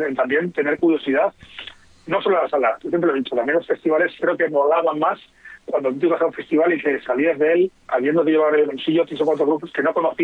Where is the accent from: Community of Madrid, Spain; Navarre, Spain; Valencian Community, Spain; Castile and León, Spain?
Navarre, Spain; somos de provincias y al final soy navarro y al final he vivido en capitales de provincia.